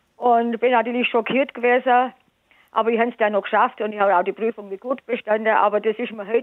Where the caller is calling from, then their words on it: Swabia, Germany; accent: Swabian; Ich bin ja waschechte Schwäbin. Ich hoffe, ihr verstandet mich.